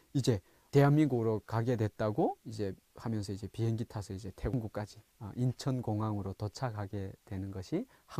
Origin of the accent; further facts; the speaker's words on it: North Korea; moved away; 제 몰골을 봤을 때뭐 이미 알고 있는 거예요. 북한에서 왔을 거라는.